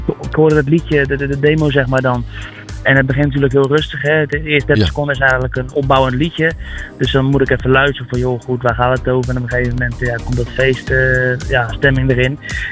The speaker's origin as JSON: {"language": "Dutch", "town": "Schiedam", "region": "South Holland", "country": "Netherlands", "tie": "born there", "said": "Nou, we hebben de clip eigenlijk in mijn eigen woonplaats opgenomen in Schiedam. Waar ik geboren ben en ik woon daar nog steeds."}